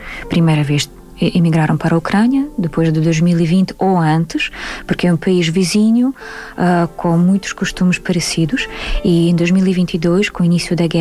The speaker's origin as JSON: {"language": "Portuguese", "country": "Belarus", "second_language": "Portuguese", "lives_now": "Portugal", "said": "Travessia é atravessar com um património cultural, de onde eu vim, para o outro património cultural, para começar-se a sentir portuguesa. E depois desse caminho, dessa travessia, decidi fazer Mova Adreva porque queria também tentar resgatar algum património bielorrusso"}